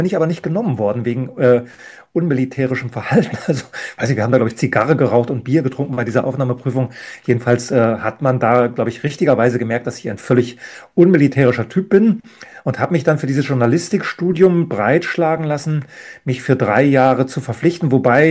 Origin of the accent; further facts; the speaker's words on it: East Germany, Germany; Ich muss wieder zurück zu meinen Wurzeln, zu dem, wo ich herkomme. Ich muss das nach außen tragen. Wenn schon ein Ostdeutscher so eine Position hat, wenn ein Ostdeutscher an so einer westdeutschen Elite-Universität sprechen darf, dann muss ich da Sachen anbieten zur DDR